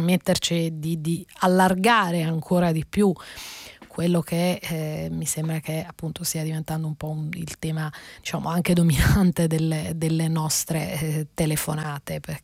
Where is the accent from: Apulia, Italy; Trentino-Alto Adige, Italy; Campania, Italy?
Campania, Italy; Io, diciamo, sono campana di origine, quindi è la mia terra